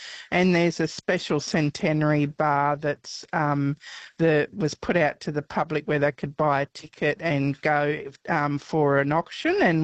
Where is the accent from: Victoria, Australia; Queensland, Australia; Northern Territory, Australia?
Northern Territory, Australia; Katherine; It was an Easter time colouring in competition and our local supermarket, Catherine Stores, Les and Faye Cox, ran this competition